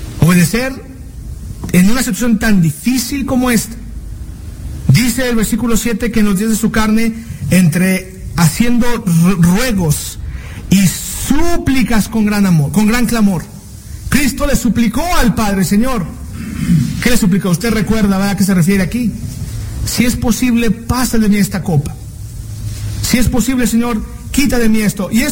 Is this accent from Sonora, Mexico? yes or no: no; Chihuahua, Mexico; born there; Yo nací en Chihuahua, a lo mejor no nací en Chihuahua, ¿verdad? Pero no sé si tengo el acento de Chihuahua.